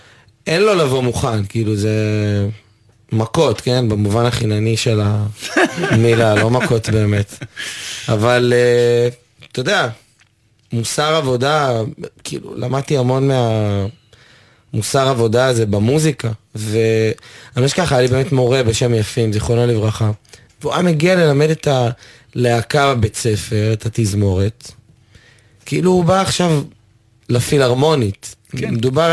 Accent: Bat Yam, Tel Aviv District, Israel

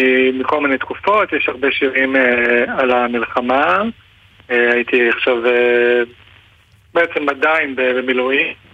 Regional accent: Southern District, Israel; moved away as an adult; now in Nahariya, Israel; בדיוק עברתי לנעריה. אני נולדתי וגדלתי בקיבוץ רביבים. אני חבר בתנועת תרבות, חי פה בקיבוץ עירוני.

